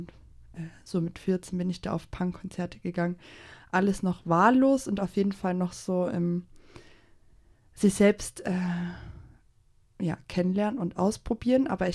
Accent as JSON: {"language": "German", "region": "Saxony", "country": "Germany", "tie": "born or raised there", "said": "im sächsischen Umland aufgewachsen. Ja. Was soll man dazu sagen? relativ unspannend, eine kleine Vorstadt, sehr industriell geprägt, DDR geprägt."}